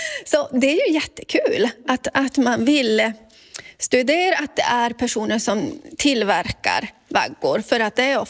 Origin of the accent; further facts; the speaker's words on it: Sápmi, Sweden; Det är jätteviktigt att det finns hemma i Sápmi, för att det ska finnas nära för oss samer.